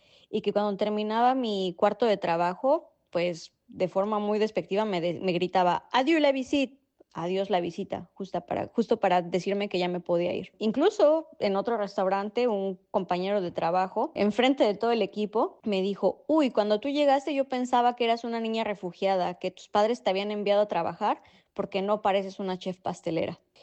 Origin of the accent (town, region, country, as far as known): Mexico; moved away as an adult; now in Montreal, Canada